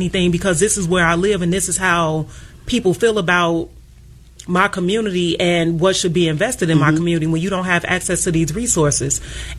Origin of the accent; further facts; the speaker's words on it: Inglewood, California, United States; I grew up in Inglewood, went to some of the best performing schools in the city, two-parent household, family, all the things.